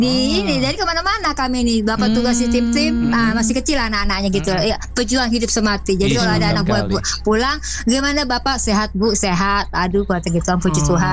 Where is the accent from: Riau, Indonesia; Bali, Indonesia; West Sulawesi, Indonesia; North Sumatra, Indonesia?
North Sumatra, Indonesia; aku Batak Toba